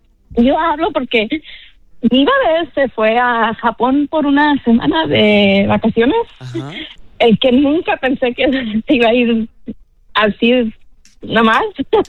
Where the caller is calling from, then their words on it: Durango, Mexico; Yo soy de Durango.